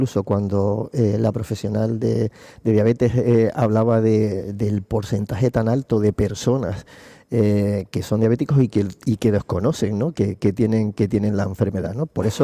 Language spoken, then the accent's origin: Spanish; Lanzarote, Canary Islands, Spain; yo soy de Lanzarote